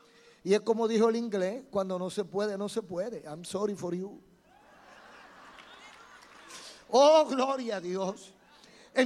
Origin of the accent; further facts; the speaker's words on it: Dominican Republic; mi país, República Dominicana